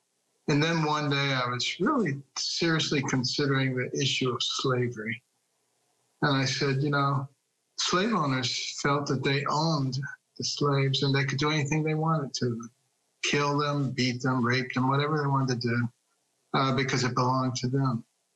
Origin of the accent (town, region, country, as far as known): Detroit, Michigan, United States; born or raised there; also born or lived in Boston